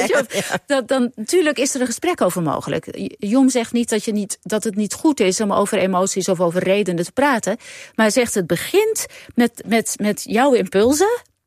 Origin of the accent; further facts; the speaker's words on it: Netherlands; born there; ik als Nederlandse geboren vrouw